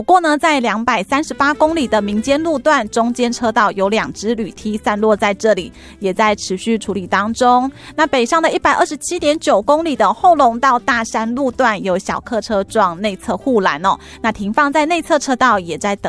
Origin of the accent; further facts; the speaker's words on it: southern Taiwan, Taiwan; 我们南部人还有那个番茄沾姜汁酱油的吃法